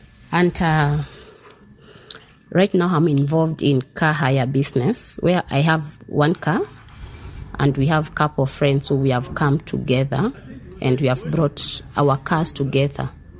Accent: Tala, Machakos County, Kenya; I also have a small hotel in Tala, in my hometown

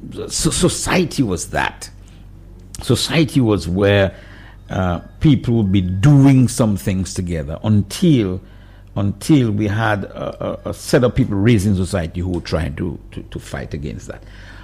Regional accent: Dominica; I tell people I was raised in Kulibistri in a place called Gwanlaku.

